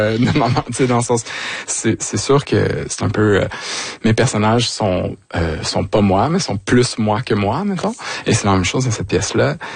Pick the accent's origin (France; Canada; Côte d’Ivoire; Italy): Canada; Vaudreuil-Soulanges, Quebec; moved away; je suis retourné dans ma région natale, c'est-à-dire Vaudreuil-Soulanges